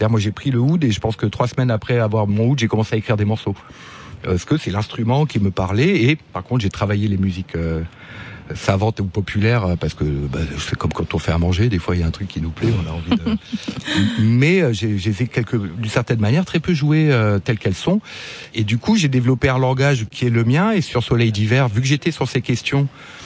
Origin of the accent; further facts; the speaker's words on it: France; qu'est-ce que nous portons dans notre héritage, moi en tant que Français